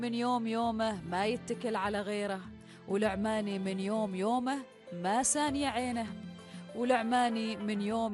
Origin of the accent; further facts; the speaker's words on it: Oman; نعيشها ونعايشها كعمانيين